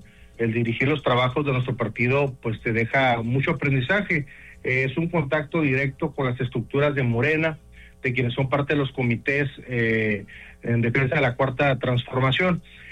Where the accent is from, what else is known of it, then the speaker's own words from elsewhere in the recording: Tijuana, Baja California, Mexico; born there; Nací en Tijuana, soy profesor de primaria, orgullosamente maestro normalista, egresado de la Normal Fronteriza de Tijuana.